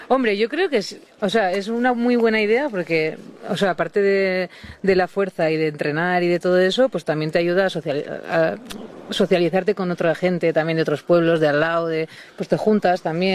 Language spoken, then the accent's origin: Spanish; Pamplona, Navarre, Spain; now in Villanueva, Spain; No, yo soy de Pamplona, pero vivo en Villanueva.